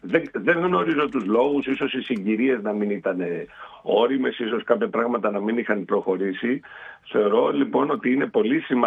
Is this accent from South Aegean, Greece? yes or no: no; Piraeus, Attica, Greece; Είμαι ένας άνθρωπος εύκολα προσεγγίσιμος, είμαι ένας άνθρωπος από τη Β' Πειραιά και αυτό δεν θα αλλάξει.